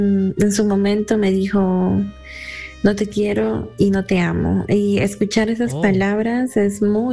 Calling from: Santiago, Santiago Metropolitan Region, Chile; te hablo desde Santiago de Chile.

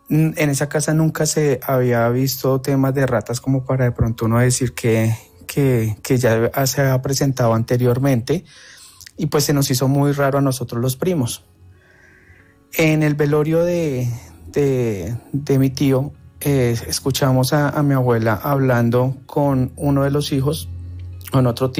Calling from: Bogotá, Bogotá Capital District, Colombia; Desde aquí, Bogotá.

